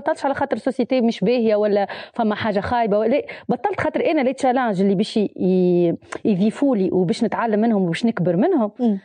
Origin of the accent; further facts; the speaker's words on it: Sousse, Sousse Governorate, Tunisia; moved away as an adult; also born or lived in Sbeitla, Kasserine; وانا من سوسه على باز معناها انا اصلي الاصيل من سبيتلا من القصرين اما معناها عايشة وقريت وكل شيء في سوسة.